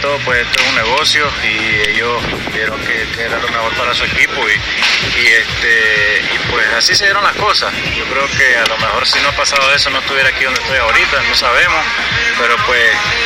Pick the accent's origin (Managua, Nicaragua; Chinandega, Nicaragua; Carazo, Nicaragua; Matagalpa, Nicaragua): Managua, Nicaragua; born there; yo soy nacido en Managua